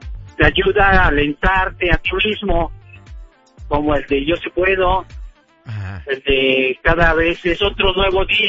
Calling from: Tultitlán, State of Mexico, Mexico; en el municipio de Tultitlán.

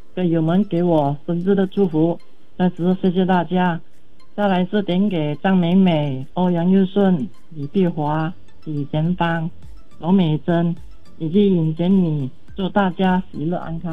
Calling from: Kuantan, Pahang, Malaysia; 我是关丹的

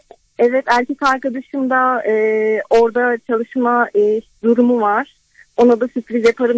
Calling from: Ankara, Turkey; Ankara'dan arıyorum.

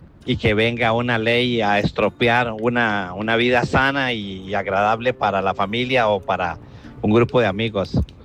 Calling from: Cartago, Costa Rica; no soy de San José, por dicha. La fiesta sigue en Cartaguito.

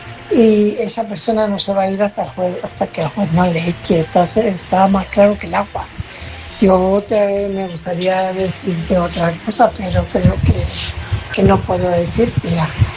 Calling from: Fuenlabrada, Community of Madrid, Spain; corresponsal de Fuenlabrada.

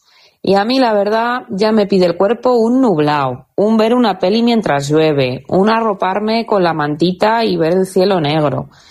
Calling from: Macotera, Castile and León, Spain; de Macotera

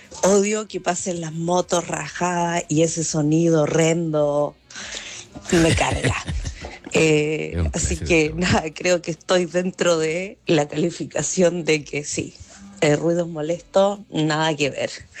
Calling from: Paine, Santiago Metropolitan Region, Chile

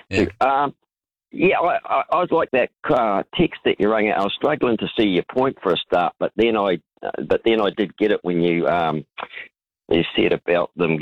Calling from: Canterbury, New Zealand; down here in Canterbury

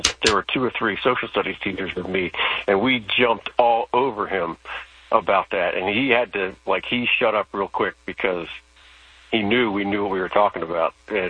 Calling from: Maryland, United States; We're from Maryland.

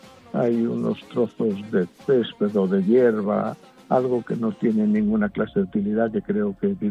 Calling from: Vigo, Galicia, Spain; Soy un vecino de Vigo y aficionado al Celta

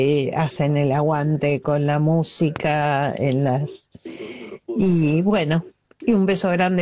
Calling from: Acassuso, Buenos Aires Province, Argentina; de Acasuso.

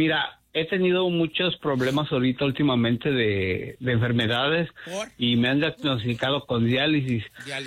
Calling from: Dallas, Texas, United States; De la ciudad de Dallas, Texas.

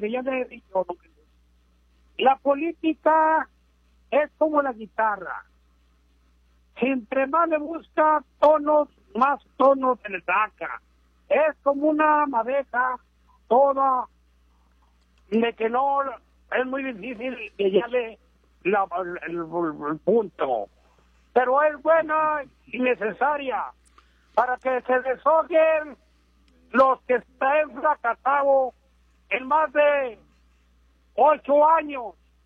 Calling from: Mexico; vivo en México, y aquí soy, en el país que me corresponde

